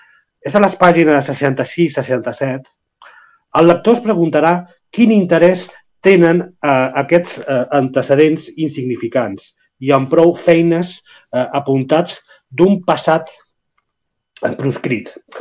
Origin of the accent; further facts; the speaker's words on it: Barcelona, Catalonia, Spain; jo que sóc de Barcelona ciutat, és a dir, que no sóc de l'àmbit rural